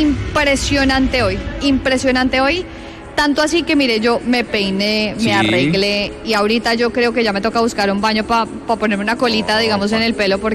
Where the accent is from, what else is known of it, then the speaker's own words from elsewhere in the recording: Colombia; en este lugar en donde nosotros estamos, que estamos colombianos, somos medios colombianos.